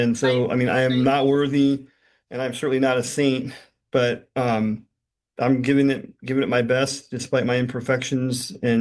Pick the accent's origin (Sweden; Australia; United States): United States; Pasadena, California; I was born and raised in California. My formative years, I guess, were at St. Anthony's in Pasadena